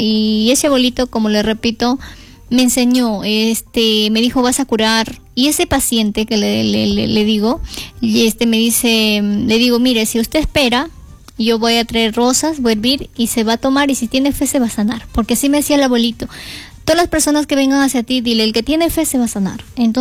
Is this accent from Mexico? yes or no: no; Cajamarca, Peru; soy de Cajamarca